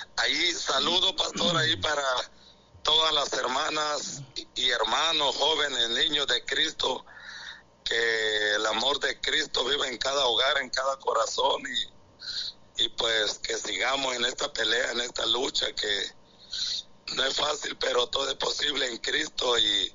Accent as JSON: {"language": "Spanish", "town": "La Hachadura", "region": "Ahuachapán", "country": "El Salvador", "tie": "born or raised there", "moved": "yes", "said": "En el departamento de Aguachapán, es el departamento Aguachapán. Y mi pueblo donde yo crecí se llama La Achadura, es frontera con Guatemala."}